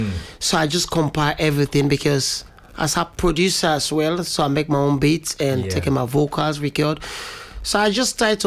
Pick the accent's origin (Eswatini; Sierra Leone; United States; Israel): Sierra Leone; moved away; But I'm from Sierra Leone.